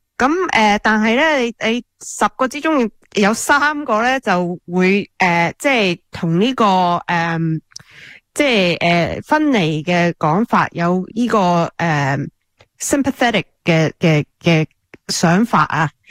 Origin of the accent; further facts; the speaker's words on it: China; 我觉得其实我们中国人可能会明白这个想法的